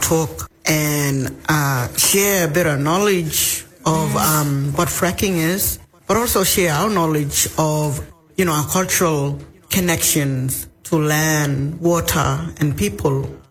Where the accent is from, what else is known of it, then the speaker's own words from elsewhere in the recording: Bidyadanga, Western Australia, Australia; also born or lived in Pilbara; I'm from Bijerenga. I've been living there in Garajari country with my family. But my mom's connection is Pilbara, the Mardu tribe, Western Desert Mob, and also the Mangala on my mom's dad's side.